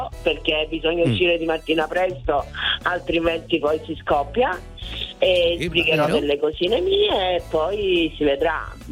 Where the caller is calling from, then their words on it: Messina, Sicily, Italy; Ma benvenuti nella mia terra.